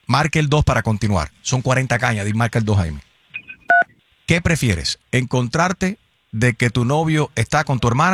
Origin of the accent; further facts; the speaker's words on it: Pinar del Río, Cuba; born there; moved away; Nací en Pinar del Río, pero entonces a mí me llevaron...